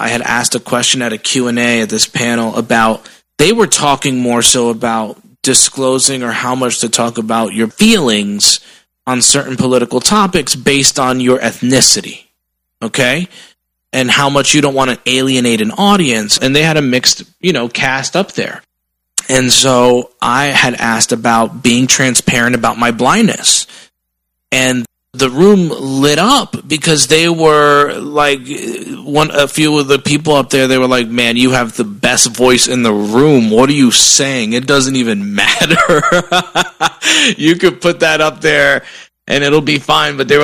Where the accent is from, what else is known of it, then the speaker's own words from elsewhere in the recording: East Coast, United States; accent: Spanish; first language English; I think the energy gives it away that I'm from the East Coast.